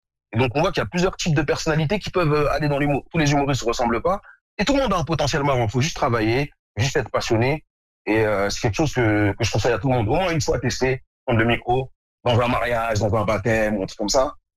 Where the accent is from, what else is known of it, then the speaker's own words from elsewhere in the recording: Morocco; now in France; parce que moi je suis marocain mais je suis aussi noir. Et donc, je vis la double identité à la fois de noir et à la fois de marocain.